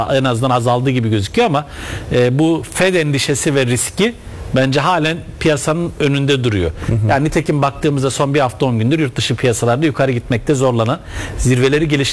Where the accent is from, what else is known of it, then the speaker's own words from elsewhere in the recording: Kırşehir, Turkey; Kırşehir'de bile memleketimde